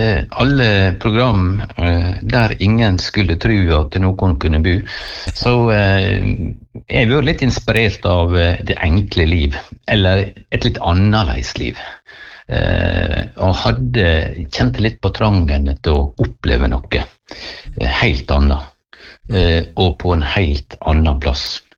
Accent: Southern Norway, Norway; moved away; Og jeg er jo i kategorien søring

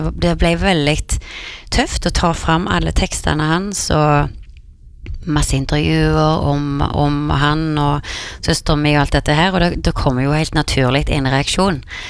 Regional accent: Karmøy, Rogaland, Norway; moved away; jeg kom jo fra Karmøy

